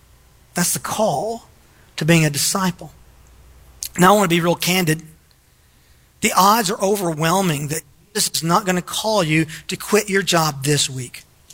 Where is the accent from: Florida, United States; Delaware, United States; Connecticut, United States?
Florida, United States; We're from Florida.